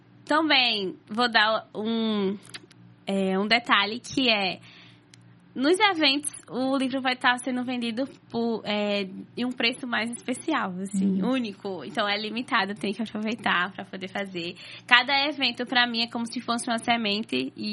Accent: Aliança, Pernambuco, Brazil; em Aliança, que é onde eu cresci, Zona da Mata Norte.

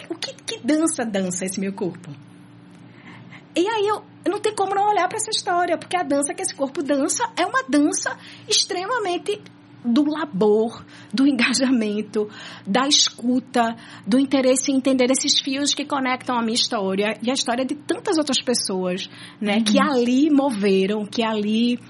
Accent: Recife, Pernambuco, Brazil

